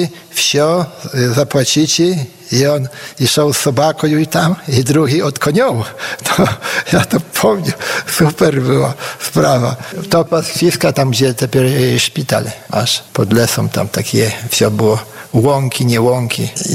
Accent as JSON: {"language": "Polish", "town": "Hajnówka", "region": "Podlaskie Voivodeship", "country": "Poland", "said": "Z Hajnoki pochodzę, z dziada, pradziada, korenie tutaj moje."}